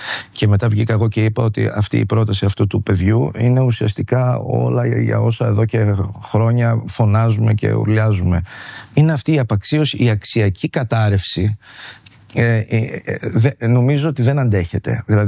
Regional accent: Thessaloniki, Central Macedonia, Greece; γιατί πρέπει να φύγω από την πόλη μου

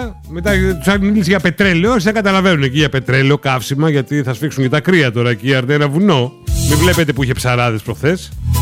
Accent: Arnaia, Central Macedonia, Greece; της Αρναίας, ξέρετε, είναι και το χωριό μου. Από εκεί έλκουν την καταγωγή.

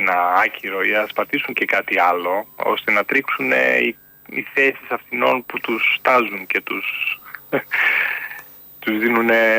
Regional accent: Greece; now in Germany; Εγώ τώρα, παραδείγματος χάρη που είμαι Έλληνας, μου λέει το γερμανικό κράτος η εφορία

